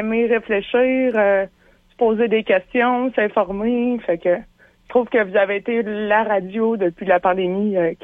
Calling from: Drummondville, Quebec, Canada; Je viens de Drummondville.

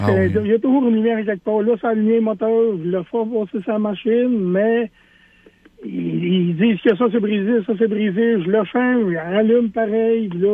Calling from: Shawinigan, Quebec, Canada; Oui, je vous appelle de Shawinigan.

